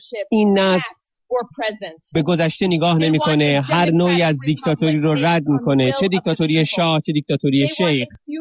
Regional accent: Iran; من در ایران بزرگ شدم.

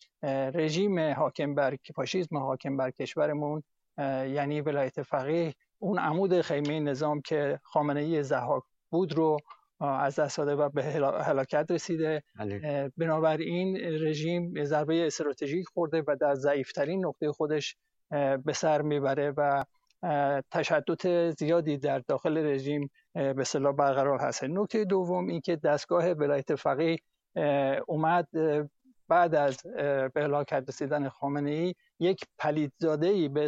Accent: Iran; به عنوان یک ایرانی

